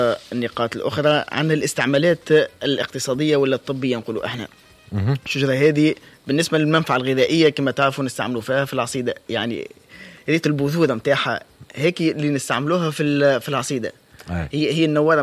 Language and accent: Arabic; Tunisia; اللي عندنا في تونس.